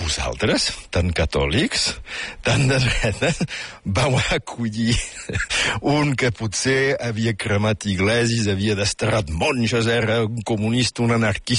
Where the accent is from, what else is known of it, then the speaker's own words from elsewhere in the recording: Catalonia, Spain; I bé, som catalans.